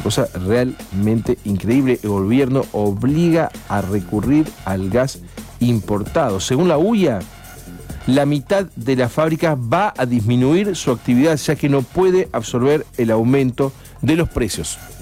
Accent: Paraná, Entre Ríos, Argentina; a todos los que somos de Paraná, cuando éramos chiquitos, nos llevaban a Cotapa para ver cómo funcionaba una empresa de estas características

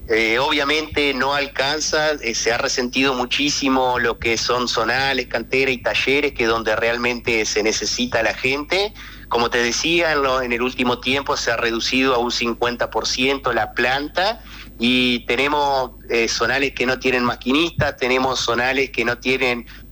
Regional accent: Entre Ríos, Argentina

